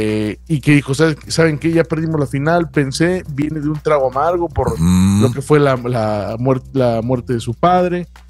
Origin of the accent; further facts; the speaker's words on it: Monterrey, Nuevo León, Mexico; pues es que todos somos de Monterrey, hay que apoyarnos.